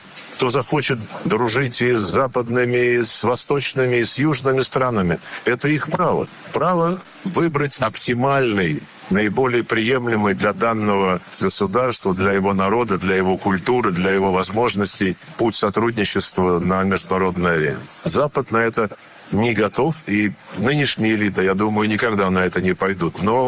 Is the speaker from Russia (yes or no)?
no; Armenia; он имеет в виду, когда мы, армяне, подадим заявление о приеме в Евросоюз